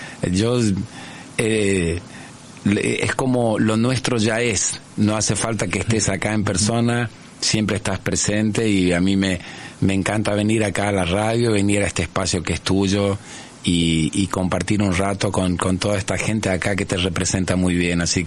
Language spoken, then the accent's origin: Spanish; Argentina; Chango, vos que sos medio ucraniano. No, yo soy argentino. Argentino soy.